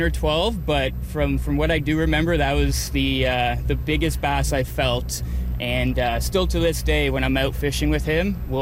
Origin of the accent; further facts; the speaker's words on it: Barrie, Ontario, Canada; moved away; I grew up down in Barrie.